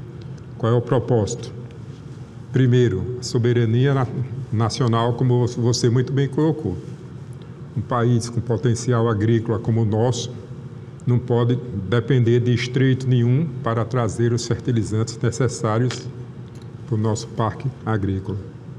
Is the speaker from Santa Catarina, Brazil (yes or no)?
no; Sergipe, Brazil; Eu sou do estado, meu estado é o estado de Sergipe